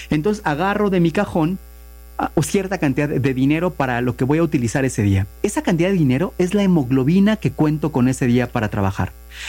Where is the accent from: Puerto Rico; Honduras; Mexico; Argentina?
Mexico; Como buen mexicano, ustedes saben que eso lo vemos normal, aunque es un robo, lo vemos normal.